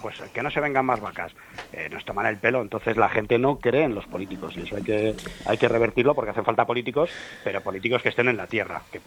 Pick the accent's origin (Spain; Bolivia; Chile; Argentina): Spain; porque el problema es que como los españoles somos tontos y no nos movemos y no nos quejamos y no decimos absolutamente nada